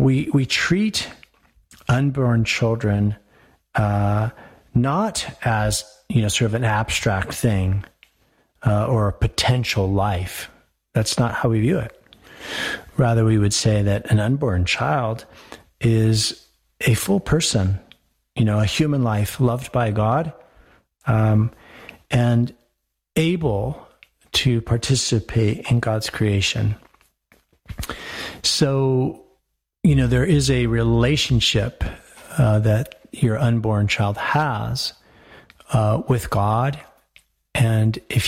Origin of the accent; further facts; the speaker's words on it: Denver, Colorado, United States; moved away as an adult; now in Northern Colorado, United States; I loved growing up in Denver, of course, in the, you know, the 70s, I grew up in Denver. It was a much smaller place.